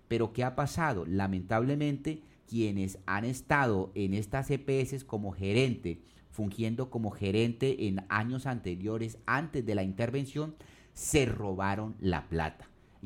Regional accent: Colombia; ese derecho que tenemos como ciudadanos colombianos

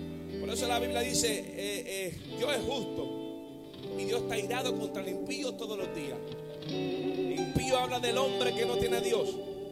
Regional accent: Carolina, Puerto Rico; Por eso es que cuando yo me crié en Carolina, a mí me dijeron que cuando yo tuviera, mi vida iba a cambiar.

